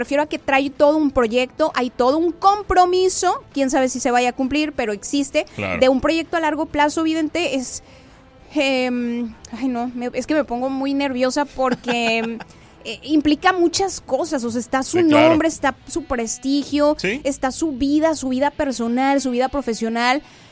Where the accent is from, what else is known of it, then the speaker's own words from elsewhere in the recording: Mexico; doble moral somos los mexicanos